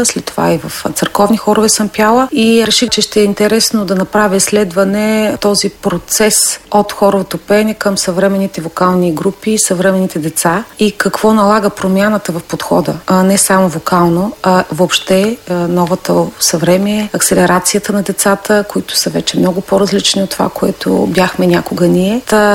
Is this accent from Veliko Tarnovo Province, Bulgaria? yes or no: yes; Gorna Oryahovitsa, Veliko Tarnovo Province, Bulgaria; moved away as an adult; now in Veliko Tarnovo, Bulgaria; Моят път започна в родния ми град Горна Оряховица, в читалище Напредък там и втора година вече се преместих в читалище Искра, Велико Търново